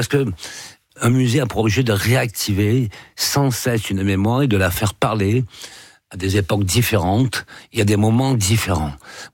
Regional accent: south of France, France; accent: Southern French; Vous voyez, j'ai un accent du Sud, mais ça suffit.

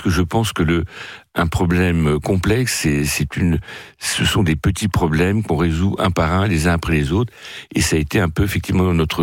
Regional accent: France; born there; also born or lived in Rio de Janeiro, Brazil; J'ai surtout démarré très loin de la France, puisque je n'ai pas de sang français. Je suis né au Brésil. Je suis arrivé en Europe par le troisième mariage de ma mère, qui épousait un Français

